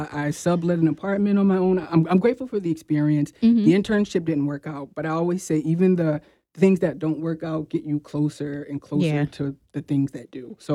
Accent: Plainfield, New Jersey, United States; also born or lived in Indiana; I always start by saying I'm a New Jersey girl through and through. I was born and raised in New Jersey. I grew up in Plainfield, New Jersey. I went to school there. I went to the College of New Jersey.

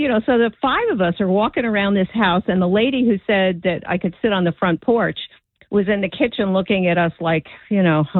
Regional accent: South Orange, New Jersey, United States; I grew up in South Orange.

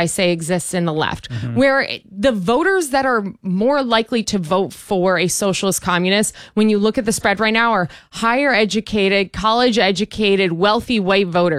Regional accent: Rochester, New York, United States; born or raised there

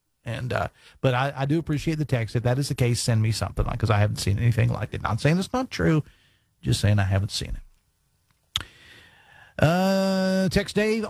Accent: Logan County, United States; I have been a Democrat because I'm from Logan County, and at that particular time when I was registering to vote, there were no Republicans.

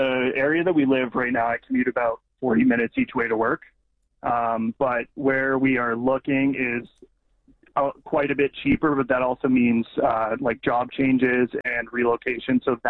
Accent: Ottawa, Ontario, Canada; I grew up in Ottawa. My parents don't live there anymore.

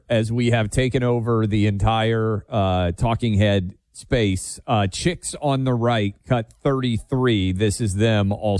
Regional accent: Nashville, Tennessee, United States; my attempt to buy a WNBA expansion franchise for my hometown in Nashville.

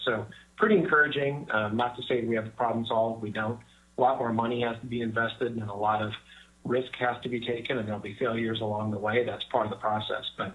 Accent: Sacramento, California, United States; I grew up in Sacramento, so I am kind of a child of the company business up there.

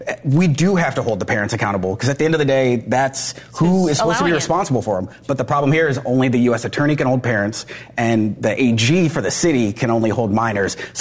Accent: Washington, District of Columbia, United States; So I'm from Washington, D.C., born and bred.

